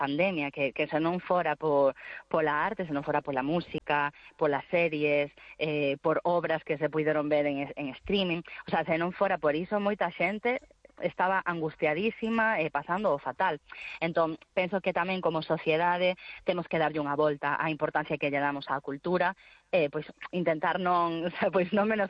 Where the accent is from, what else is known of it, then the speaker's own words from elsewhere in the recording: Galicia, Spain; temos moita experiencia de sair fora de Galicia e descubrimos que pois que en Galicia, claro, a ver, nós tamén somos creadoras galegas